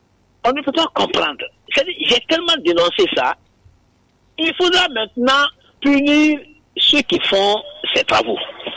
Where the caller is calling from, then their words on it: Conakry, Guinea; je suis à Madina, et je suis à côté de Mafanko, donc je connais.